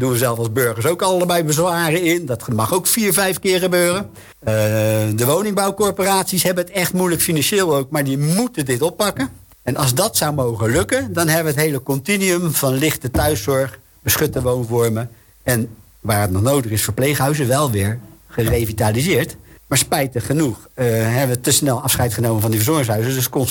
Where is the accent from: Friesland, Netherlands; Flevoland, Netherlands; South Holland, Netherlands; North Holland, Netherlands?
South Holland, Netherlands; Rotterdam; zou ik als Rotterdammer kunnen zeggen.